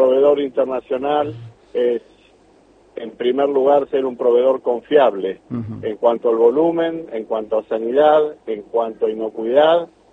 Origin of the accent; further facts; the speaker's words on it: 25 de Mayo, Buenos Aires Province, Argentina; mi pueblo 25 de mayo